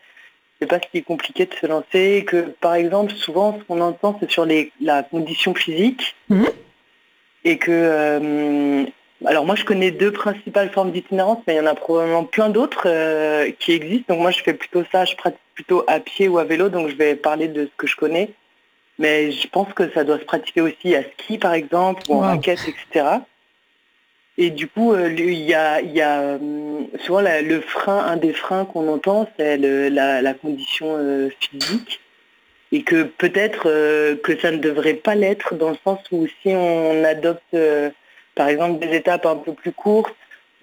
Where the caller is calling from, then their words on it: Île-de-France, France; J'appelle de chez moi, juste à côté de Paris, j'habite.